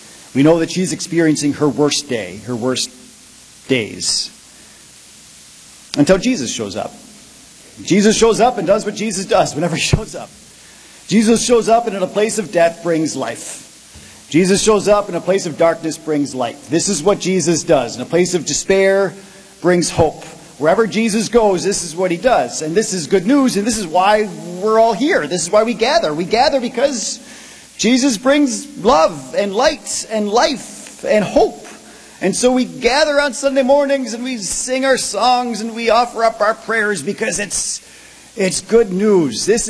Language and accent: English; Red Wing, Minnesota, United States; But 2 weeks ago, I was home in my hometown in Red Wing.